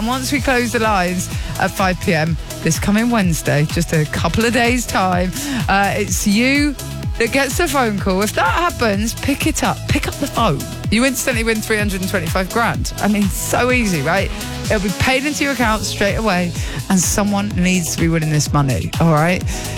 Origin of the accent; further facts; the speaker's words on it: United Kingdom; as British people